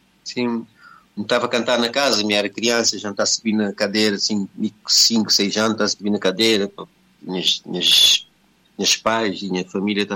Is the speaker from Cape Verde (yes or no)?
yes; Mindelo, São Vicente, Cape Verde; moved away as an adult; now in Lisbon, Portugal; eu nasci na São Vicente. Minha pai é de praia, minha mãe é de São Nicolau. … Minha mãe é Augusta, lá de São Nicolau.